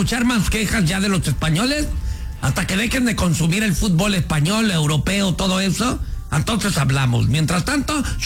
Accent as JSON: {"language": "Spanish", "country": "Mexico", "said": "Los mismos malinchistas que a veces somos mexicanos"}